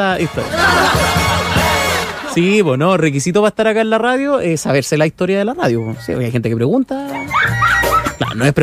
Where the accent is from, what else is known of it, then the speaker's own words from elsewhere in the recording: Valparaíso, Chile; No, yo no, yo soy de Valpo nomás.